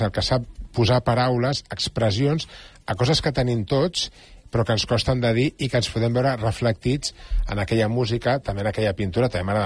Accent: L'Hospitalet de Llobregat, Catalonia, Spain; Jo soc d'Hospitalet, no?, ja l'he dit abans a la Carme, no?, i un punt de flamenquilla d'Hospitalet també el porto.

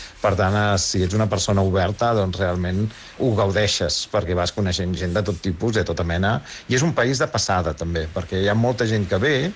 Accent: Barcelona, Catalonia, Spain; moved away; jo sóc de Gràcia, i haig de dir que Gràcia, això, jo ho tenia més, anava saludant els veïns, coneixies a la gent

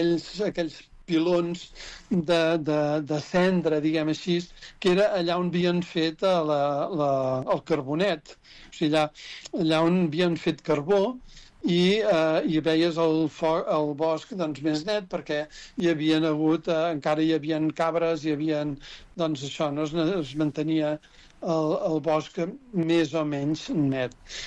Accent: Catalonia, Spain; born there; jo recordo quan era petit, allà a Sant Sebastià, que no hi havia tant bosc encara, que jo ara tinc 67 anys

